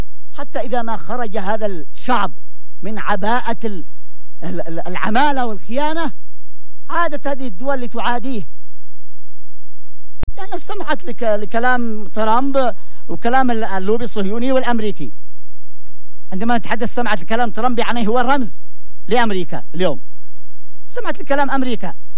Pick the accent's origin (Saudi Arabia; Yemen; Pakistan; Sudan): Yemen